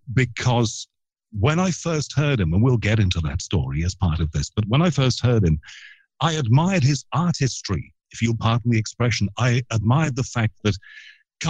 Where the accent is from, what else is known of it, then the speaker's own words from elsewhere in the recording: Liverpool, North West England, United Kingdom; accent: Liverpool; In fact, I have to affect a Liverpool accent, whereas it was my Liverpool accent.